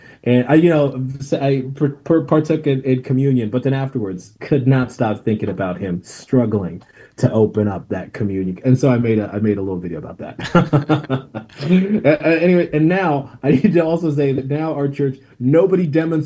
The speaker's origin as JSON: {"language": "English", "country": "Tanzania", "said": "I'm from Tanzania, East Africa"}